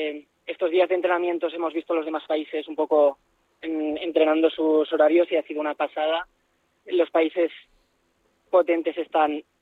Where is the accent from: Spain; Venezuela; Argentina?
Spain; Sueca, Valencian Community; now in Burjassot, Spain; Yo soy de Soga, pero yo vivo en Burjasot.